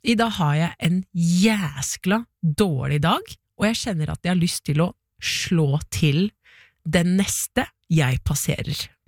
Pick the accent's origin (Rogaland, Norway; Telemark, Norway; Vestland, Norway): Telemark, Norway; Porsgrunn; åh, den låten her vokste jeg opp med i Porsgrunn, og den dritlettest der, og så det ingen andre for Porsgrunn